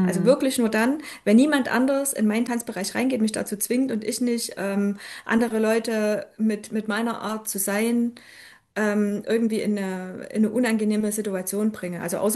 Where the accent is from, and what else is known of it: Saxony, Germany; born or raised there